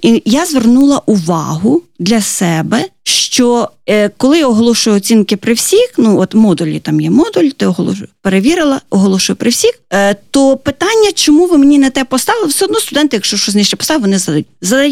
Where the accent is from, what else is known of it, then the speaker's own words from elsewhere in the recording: Lviv Oblast, Ukraine; Львівщина.